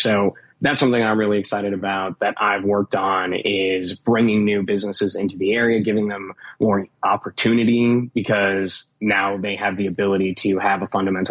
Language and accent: English; Oswego, Illinois, United States; I grew up in Oswego, yeah.